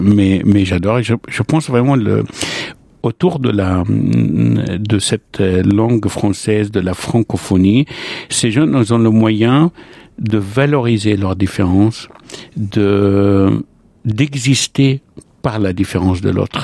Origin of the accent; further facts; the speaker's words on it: Lebanon; moved away as an adult; now in France; je suis né au Liban, j'ai grandi au Liban et je suis venu à France à l'âge de 23 ans.